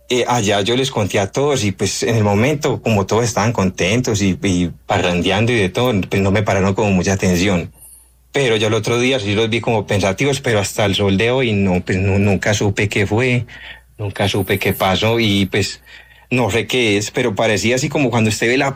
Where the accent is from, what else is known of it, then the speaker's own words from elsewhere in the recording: San Andrés de Cuerquia, Antioquia, Colombia; tenía yo 7 años más o menos, cuando yo soy de acá de Antioquia, de San Andrés de Cuerquia.